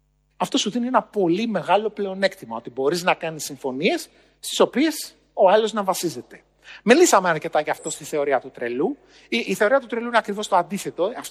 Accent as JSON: {"language": "Greek", "town": "Agrinio", "region": "Western Greece", "country": "Greece", "tie": "born or raised there", "said": "Στο χωριό μου λοιπόν, στο Αγρίνιο, εκεί που μεγάλωσα, στον Αβαρίκο το Λακαρνανίας, ένα μικρό χωριό που είναι κοντά στο Θέρμο"}